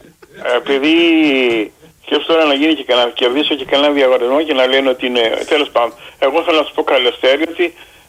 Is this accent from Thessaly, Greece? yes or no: no; Chania, Crete, Greece; Εγώ είμαι από Χανιά.